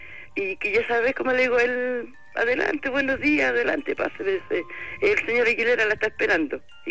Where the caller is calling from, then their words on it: Santiago, Santiago Metropolitan Region, Chile; Yo soy de acá, de Cerro Navia.